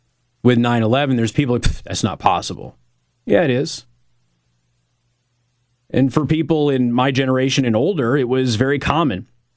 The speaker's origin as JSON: {"language": "English", "town": "Las Vegas", "region": "Nevada", "country": "United States", "tie": "born or raised there", "said": "I grew up in Las Vegas."}